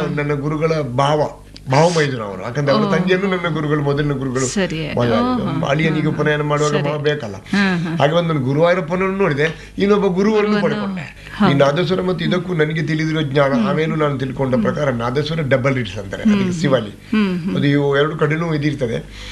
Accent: Bantwal, Karnataka, India; ಮೂಲತಃ ನಾನು ಬಾಣೆ ಮಂಗಳೂರಿನ ಹತ್ತಿರ ಬಂಟ್ವಾಳ ತಾಲೂಕಿನಲ್ಲಿ ಸಜಿಪ ಗ್ರಾಮ ಬರೀಕು ಗ್ರಾಮ, ಅಲ್ಲಿ ಯಾವುದೇ ಸೌಕರ್ಯಗಳಿಲ್ಲ.

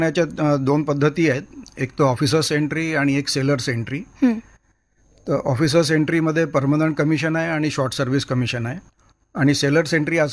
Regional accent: Nagpur, Maharashtra, India; माझा जन्म आणि शिक्षण नागपुरात झालं आहे.

